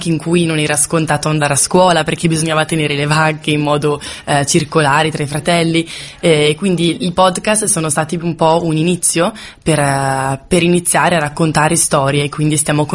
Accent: Bergamo, Lombardy, Italy; Io per esempio sono nata e cresciuta in città, a Bergamo

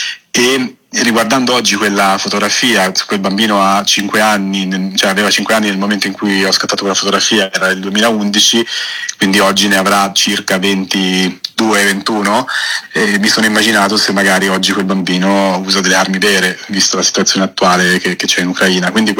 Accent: Castiglion Fiorentino, Tuscany, Italy; Castiglion Fiorentino, che è il paesello dove sono nato e cresciuto in Toscana

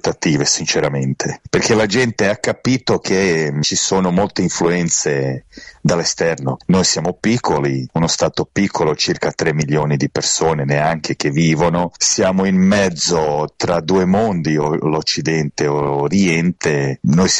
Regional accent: Sarajevo, Federation of Bosnia and Herzegovina, Bosnia & Herzegovina; Io sono di Sarajevo

